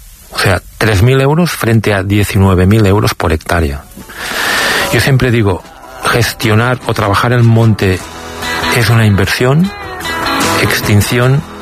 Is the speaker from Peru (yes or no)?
no; Catalonia, Spain; Sí, ayer mismo, al lado de mi pueblo, fui a apagar un incendio en el municipio de Subirats